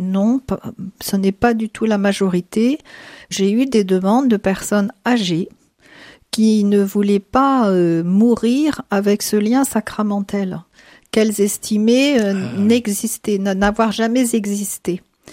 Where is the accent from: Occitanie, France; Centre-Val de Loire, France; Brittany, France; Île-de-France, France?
Brittany, France; Saint-Malo; also born or lived in Paris region; Non, je suis bretonne, je suis née à Saint-Malo. Mais mon père était magistrat et donc nous avons souvent déménagé.